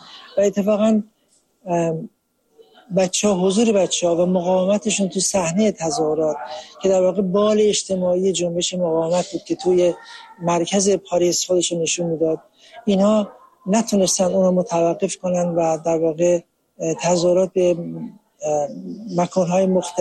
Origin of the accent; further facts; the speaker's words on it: Iran; now in United States; از امریکا اومدم و زندانی سیاسی سابق دهه 60 هستم.